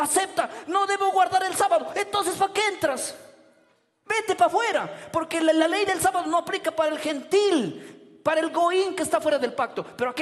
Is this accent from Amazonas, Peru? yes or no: yes; Rodríguez de Mendoza, Amazonas, Peru; born there; Ahora yo soy pueblo de Dios. ¿Soy israelita o no lo soy? No nací en Israel, nací en Rodríguez de Mendoza.